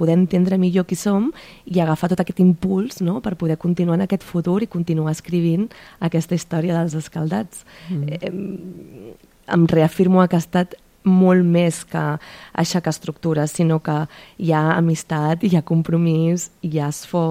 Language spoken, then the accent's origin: Catalan; Caldes, Catalonia, Spain; La majoria som de Caldes.